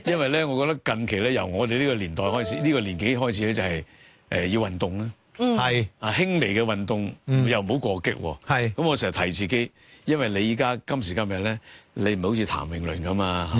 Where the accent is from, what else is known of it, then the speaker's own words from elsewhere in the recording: China; 因為呢幾年裏邊咧，我覺得我哋中國人打乒乓波咧係好驕傲啊。